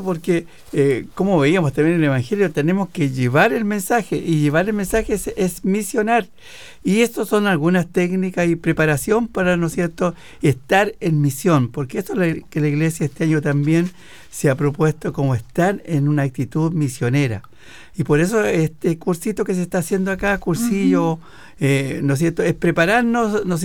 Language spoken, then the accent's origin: Spanish; Chile; porque somos chilenos, somos hermanos todos